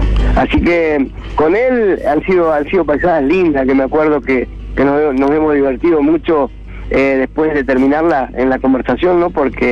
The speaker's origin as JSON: {"language": "Spanish", "town": "Rosario", "region": "Santa Fe", "country": "Argentina", "tie": "born or raised there", "lives_now": "Pueblo Esther, Argentina", "said": "Sí, yo soy nacido en la cuna de la bandera y criado un poco en la isla, por ahí, ahora resido en la ciudad de Puebla Ester, pero sí, soy nacido en Rosario"}